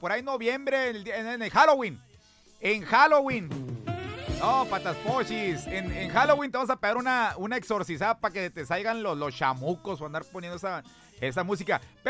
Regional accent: northern Mexico, Mexico

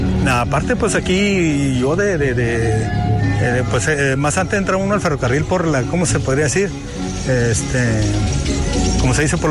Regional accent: Trincheras, Sonora, Mexico; born there; No, yo nací allá en Trincheras.

